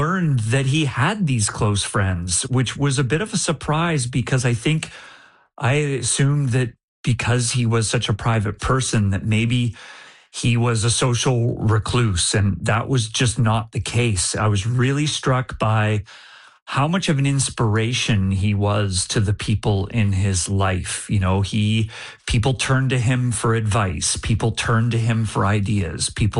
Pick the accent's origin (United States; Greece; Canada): Canada; as a Canadian